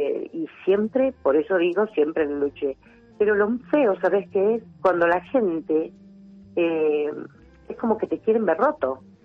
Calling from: Junín, Buenos Aires Province, Argentina; de Junín.

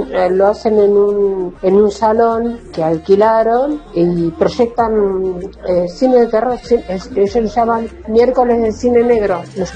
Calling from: La Plata, Buenos Aires Province, Argentina; de La Plata.

